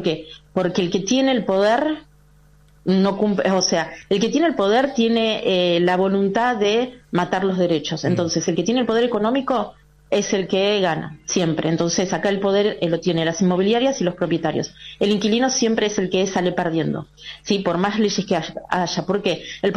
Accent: Argentina; como argentinos, como trabajadores

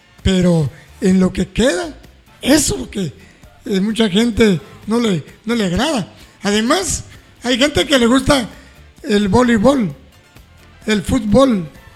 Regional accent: Cobán, Alta Verapaz, Guatemala; yo, como soy de Cobán

